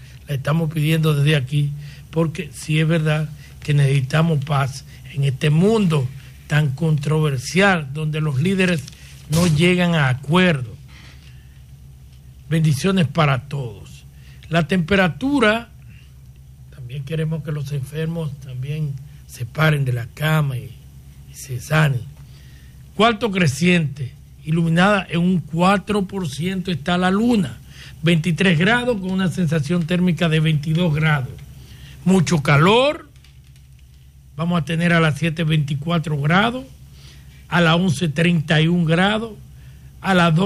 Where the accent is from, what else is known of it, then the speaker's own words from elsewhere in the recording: Dominican Republic; yo tengo derecho como dominicano.